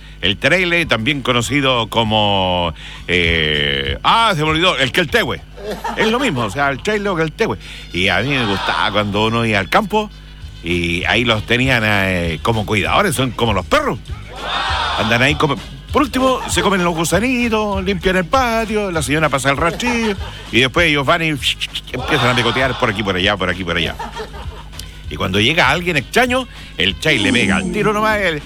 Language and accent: Spanish; Quirihue, Ñuble, Chile; Si yo lo viví, obviamente, en el campo mío allá en Quirihue. Seguro si yo soy de Quirihue. De Quirihue he venido con mis dichos y decires